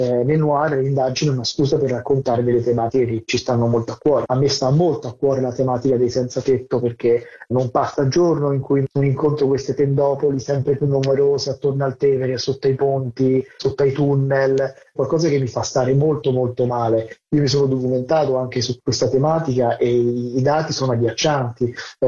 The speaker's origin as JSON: {"language": "Italian", "town": "Rome", "region": "Lazio", "country": "Italy", "tie": "born or raised there"}